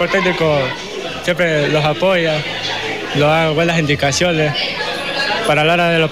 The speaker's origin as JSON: {"language": "Spanish", "region": "Esmeraldas", "country": "Ecuador"}